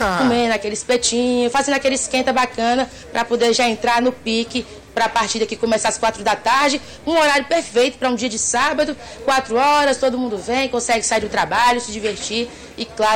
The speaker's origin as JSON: {"language": "Portuguese", "region": "Ceará", "country": "Brazil", "said": "claro que nós que viemos do estado do Ceará queremos que esse título vá para a capital cearense mais uma vez"}